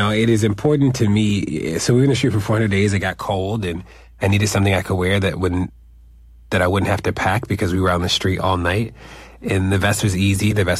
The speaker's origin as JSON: {"language": "English", "town": "Baltimore", "region": "Maryland", "country": "United States", "tie": "born or raised there", "said": "I grew up in Baltimore."}